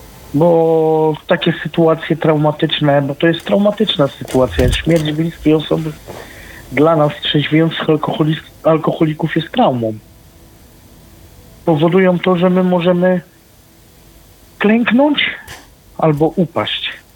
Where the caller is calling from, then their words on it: Switzerland; stały słuchacz … z Szwajcaria się kłania.